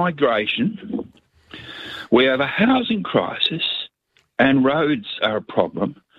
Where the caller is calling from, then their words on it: South Australia, Australia; I'm ringing from South Australia